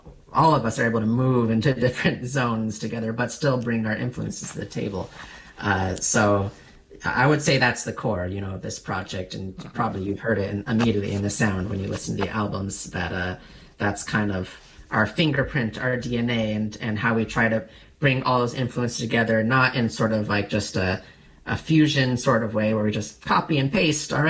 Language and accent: English; San Diego, California, United States; I'm from San Diego, California. Grew up here in the States